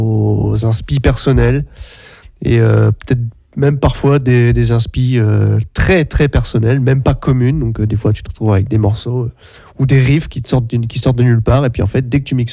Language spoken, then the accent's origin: French; Normandy, France; on est normand, de basse Normandie. Enfin, de feu, basse Normandie, du coup.